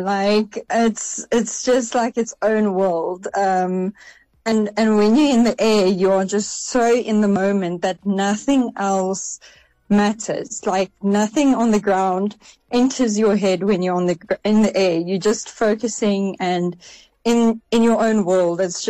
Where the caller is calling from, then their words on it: Lanseria, Gauteng, South Africa; Lanseria.